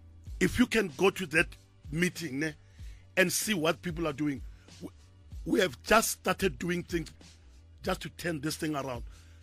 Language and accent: English; Mabopane, Gauteng, South Africa; I'm from Mabopane.